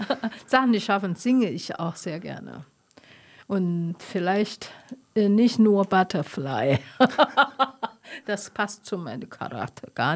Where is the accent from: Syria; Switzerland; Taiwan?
Taiwan; German is a second language; now in Germany; Taiwanerin, aber ich bin auch Chinesin.